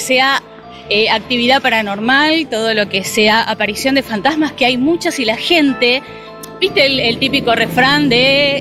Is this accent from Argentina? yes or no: yes; Lomas de Zamora, Buenos Aires Province, Argentina; Soy de Lomas.